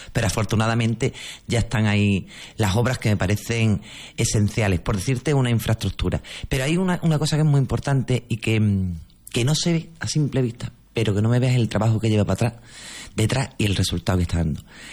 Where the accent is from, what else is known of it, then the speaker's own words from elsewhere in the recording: Valverde del Camino, Andalusia, Spain; yo que soy del interior, de Valverde